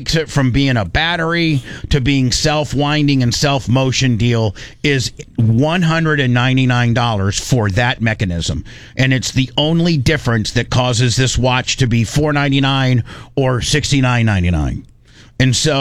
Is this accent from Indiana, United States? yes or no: yes; Warsaw, Indiana, United States; moved away as an adult; I'm originally from Indiana, clear up until I was 18. Warsaw, Indiana, then started my radio broadcast career in Terre Haute, Indiana.